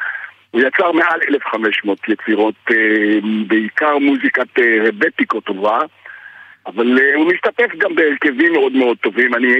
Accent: Greece; ואתה יודע, כשאומרים לי את זה, אני מרגיש, בתור יווני

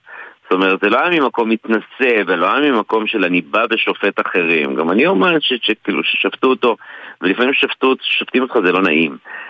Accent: Northern District, Israel; אני צפוני

